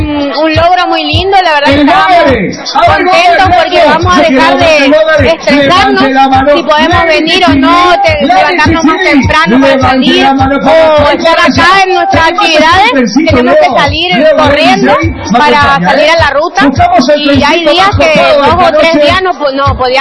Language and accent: Spanish; Pampa Almirón, Argentina; Yo soy nacida y criada acá en Pampa Almirón, tengo 56 años